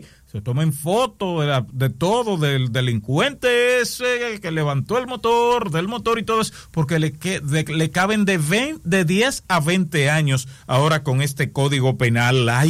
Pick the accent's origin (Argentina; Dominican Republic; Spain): Dominican Republic; El Seibo; no me dejen mi tierra desamparada. Ayúdenme al Seibo.